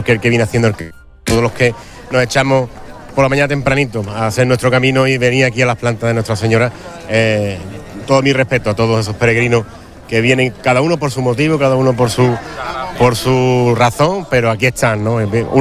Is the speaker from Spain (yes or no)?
yes; Villarrasa, Andalusia, Spain; con tu hermandad de tu pueblo, como es la mía, como Villarrasa